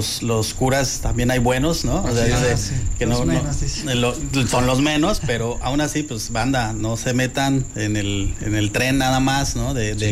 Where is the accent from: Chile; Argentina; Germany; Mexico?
Mexico; nosotros a veces como mexicanos